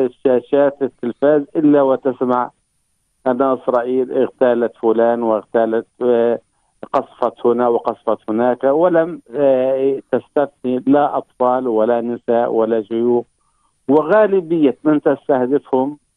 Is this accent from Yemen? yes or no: no; Palestine; بالنسبة لنا كفلسطينيين